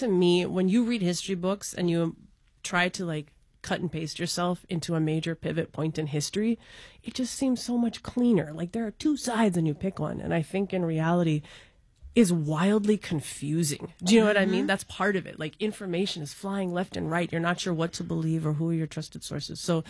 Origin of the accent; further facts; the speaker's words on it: Minneapolis, Minnesota, United States; I grew up in Minneapolis